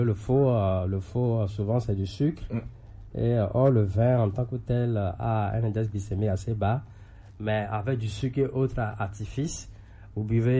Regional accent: Togo; On sait que c'est bien connu chez nous au Togo, hein, surtout.

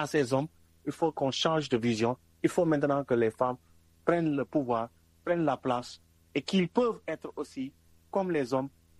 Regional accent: Senegal; mais non, nous sommes des hommes, nous sommes des Africains, nous sommes des Sénégalais.

